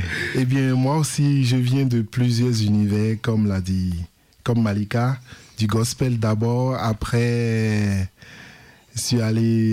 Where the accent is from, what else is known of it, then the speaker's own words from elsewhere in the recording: Benin; now in Lyon, France; on est béninois. Ben et moi, nous sommes béninois.